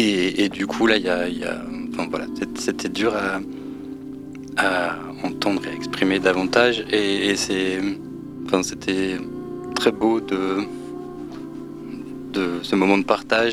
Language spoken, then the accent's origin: French; France